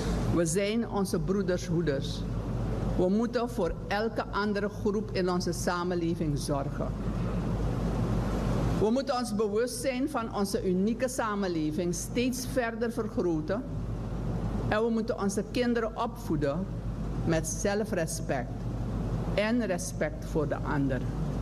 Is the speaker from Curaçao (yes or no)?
no; Suriname; Wij Surinamers moeten blijvend smeden aan een in solidariteit verbonden gemeenschap.